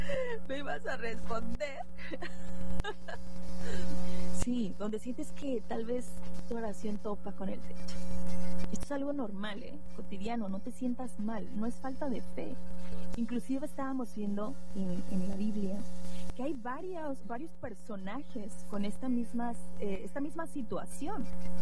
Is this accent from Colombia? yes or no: no; Monterrey, Nuevo León, Mexico; Yo soy regia